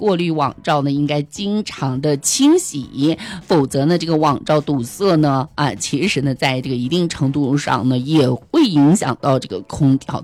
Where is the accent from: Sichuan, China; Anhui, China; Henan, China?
Henan, China; moved away; 我们河南那边真的天特别的热哈